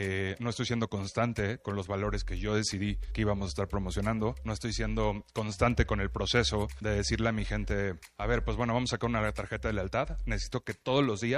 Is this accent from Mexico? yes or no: yes; Aguascalientes, Mexico; moved away as an adult; now in San Luis Potosí, Mexico; Yo estudié en la Universidad Autónoma de Aguascalientes, soy de Aguascalientes, llevo ya 10 años, bueno, 11 años viviendo aquí en San Luis Potosí.